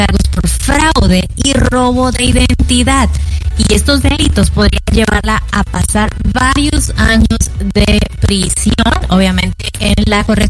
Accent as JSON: {"language": "Spanish", "town": "Monterrey", "region": "Nuevo León", "country": "Mexico", "said": "a mí me tocó ver en Monterrey, México, de donde yo soy, niñas chiquititas, pero grandotas, altotas."}